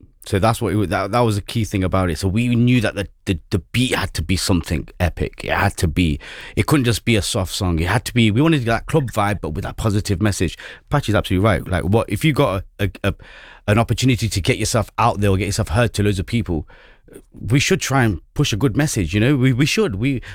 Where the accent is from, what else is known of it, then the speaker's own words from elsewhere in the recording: United Kingdom; I'm a British Asian rapper